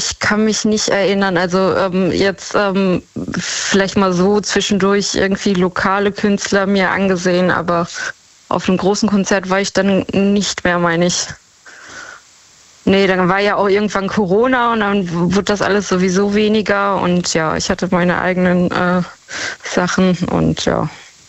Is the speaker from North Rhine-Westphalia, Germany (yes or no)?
yes; Dortmund, North Rhine-Westphalia, Germany; Aus Dortmund.